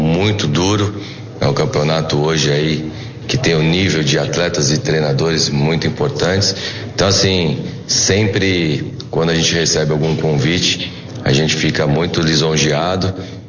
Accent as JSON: {"language": "Portuguese", "region": "São Paulo", "country": "Brazil", "said": "Cara, eu sou aqui de São Paulo, né?"}